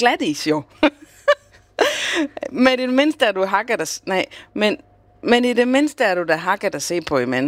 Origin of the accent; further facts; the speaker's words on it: Bornholm, Capital Region of Denmark, Denmark; det hedder vasker på Bornholm, hvor jeg kommer fra.